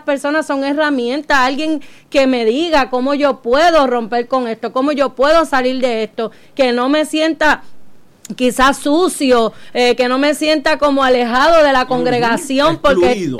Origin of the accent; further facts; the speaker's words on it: Puerto Rico; porque somos puertorriqueños